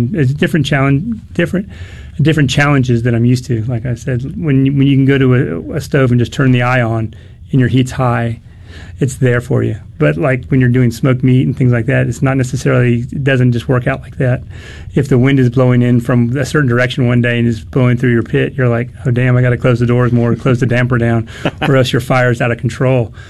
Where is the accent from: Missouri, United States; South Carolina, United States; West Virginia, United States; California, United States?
California, United States; born or raised there